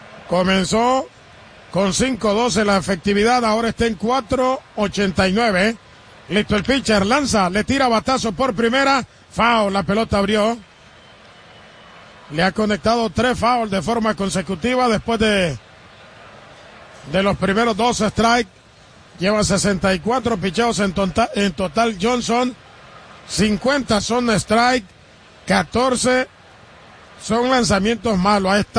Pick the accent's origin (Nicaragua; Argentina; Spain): Nicaragua; Roberto Clemente, recordado en Nicaragua, en mi país, por entregar su vida